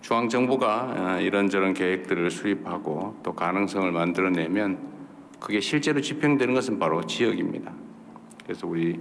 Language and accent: Korean; North Gyeongsang, South Korea; 제 고향이기도 한데 경상북도